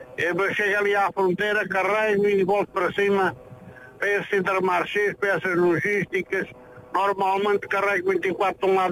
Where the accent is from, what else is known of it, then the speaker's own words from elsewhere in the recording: Oleiros, Castelo Branco, Portugal; Eu sou de Oleiros, da Beira Baixa.